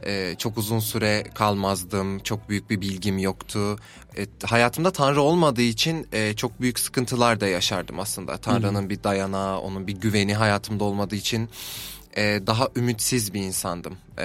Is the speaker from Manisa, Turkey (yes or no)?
no; Bursa, Turkey; now in Istanbul, Turkey; Bursa'da doğdum, uzun süre orada yaşadım. Şimdi İstanbul'dayım, burada yaşıyorum ve çalışıyorum.